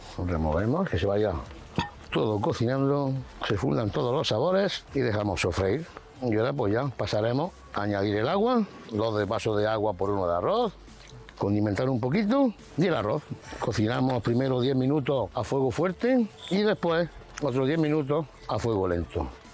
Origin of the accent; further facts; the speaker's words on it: Jaén, Andalusia, Spain; now in Palomares, Spain; mi tierra de Jaén